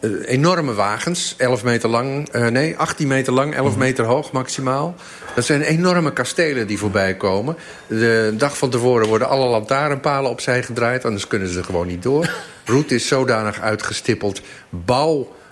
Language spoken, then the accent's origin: Dutch; Friesland, Netherlands; moved away; ik ben een Fries, ik kom van buiten.